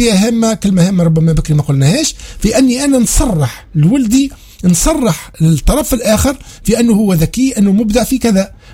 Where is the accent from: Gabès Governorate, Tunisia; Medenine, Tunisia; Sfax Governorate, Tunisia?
Sfax Governorate, Tunisia; Sfax; سوق عندنا في صفاقس هنا